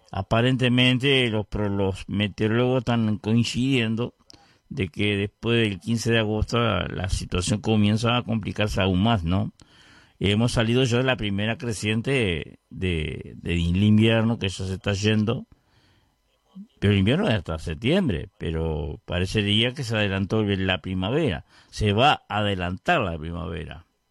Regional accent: Uruguay; siendo uruguayo

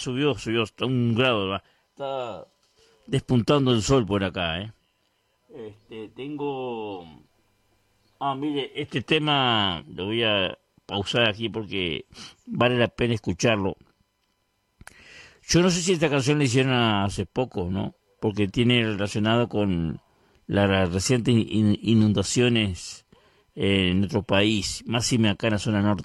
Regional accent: Vergara, Treinta y Tres, Uruguay; Un saludo para todos mis pueblos, la gente de mi pueblo, de Vergara

